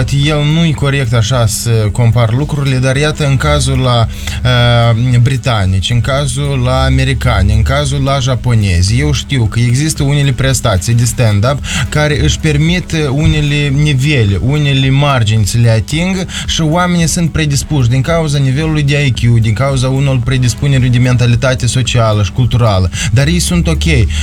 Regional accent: Moldova

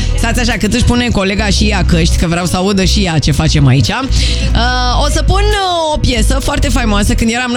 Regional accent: Brașov, Brașov County, Romania; ca o brașoveancă veritabilă ce sunt

